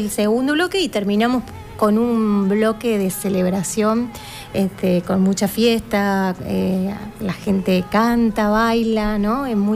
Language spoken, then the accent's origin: Spanish; La Para, Córdoba, Argentina; Yo soy de La Para, que está muy cerquita de Mar Chiquita, en la zona de Ancenusa.